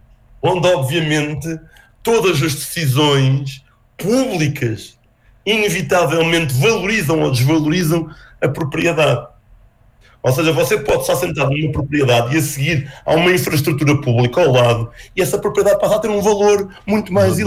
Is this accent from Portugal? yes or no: yes; Portugal; Nós nascemos em Portugal